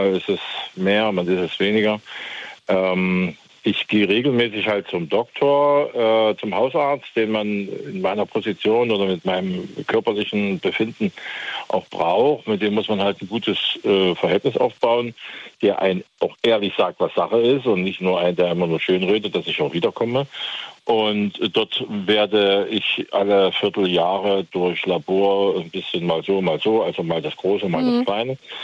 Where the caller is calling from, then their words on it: Berlin, Germany; schönen guten Abend aus Berlin.